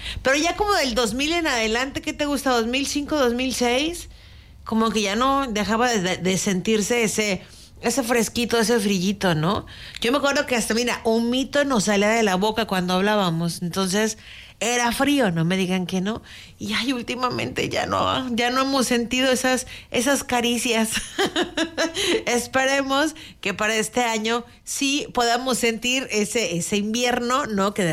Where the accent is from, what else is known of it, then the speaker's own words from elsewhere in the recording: Puerto Vallarta, Jalisco, Mexico; para los que somos de Puerto Vallarta